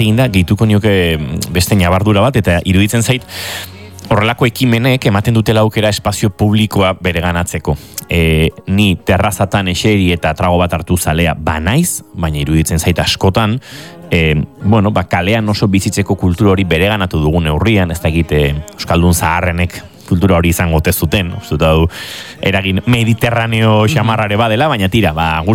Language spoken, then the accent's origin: Basque; Tolosa, Basque Country, Spain; Tolosarroi batzutan Tolosarroak deitzen gaituzte.